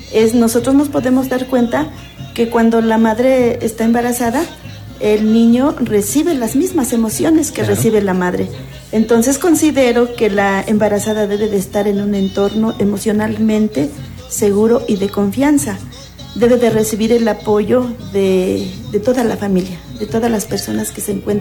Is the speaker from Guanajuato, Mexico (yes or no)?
no; Tatosca, Puebla, Mexico; vengo de la comunidad de Tatosca, Zacapuaxtla